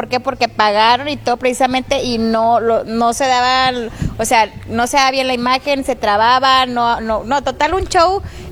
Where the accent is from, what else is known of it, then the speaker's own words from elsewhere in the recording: Mexico; Vamos, y al ya final, sabes, como buenos mexicanos.